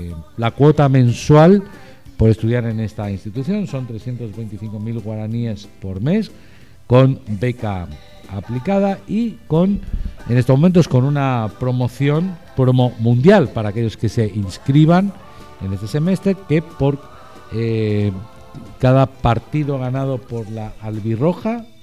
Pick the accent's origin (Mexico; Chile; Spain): Spain; Yo que crecí en España